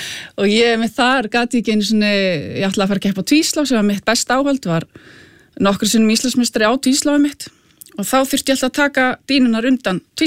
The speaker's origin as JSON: {"language": "Icelandic", "town": "Hafnarfjörður", "region": "Capital Region", "country": "Iceland", "tie": "born or raised there", "said": "Já, ég kem úr Hafnarfirði. Ég ólst upp í Klausturgámi og hérna..."}